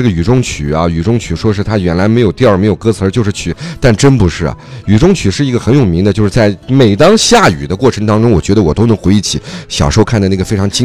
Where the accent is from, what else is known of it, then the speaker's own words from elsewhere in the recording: Xinjiang, China; 咱们新疆人说话都是